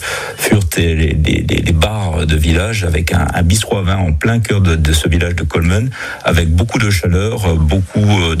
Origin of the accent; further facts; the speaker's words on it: Grand Est, France; comme on aime bien par chez nous en Moselle.